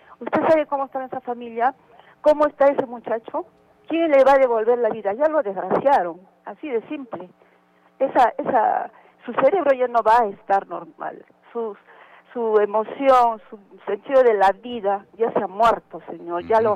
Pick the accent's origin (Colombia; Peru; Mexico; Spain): Peru; Todos somos peruanos.